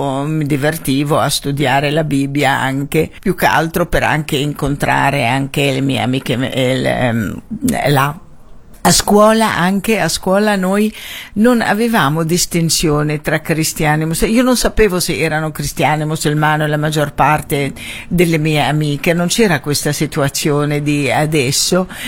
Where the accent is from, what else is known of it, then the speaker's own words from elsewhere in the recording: Gaza, Gaza Strip, Palestine; moved away as an adult; Ma nessuno di noi è in realtà originari di Gaza, ma io sono nata e cresciuta a Gaza, io mi considero di palestinese di Gaza, ovviamente.